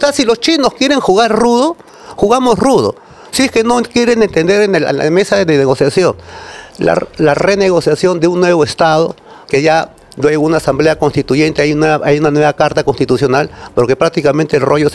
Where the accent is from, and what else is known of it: Peru